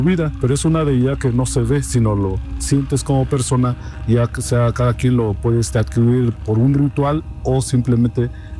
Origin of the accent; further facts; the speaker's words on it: Oaxaca, Mexico; first language Mazatec; Spanish is a second language; Antes que nada, pues un saludo en mi lengua materna, que es la lengua mazateca del estado de Oaxaca, principalmente en la Sierra Mazateca.